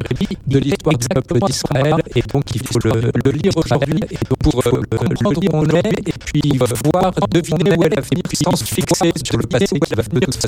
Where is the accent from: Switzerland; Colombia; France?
France; pour moi, je suis français